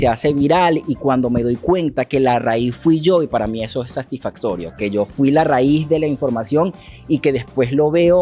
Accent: Venezuela

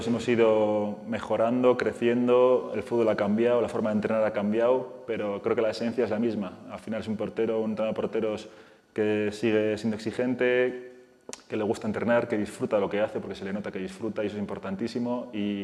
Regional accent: Bilbao, Basque Country, Spain; Yo cuando era pequeño, yo soy de Bilbao

